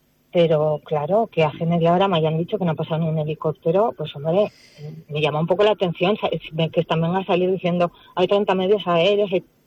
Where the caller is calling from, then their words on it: Santa Gracia, Aragon, Spain; yo en realidad soy de Santa Gracia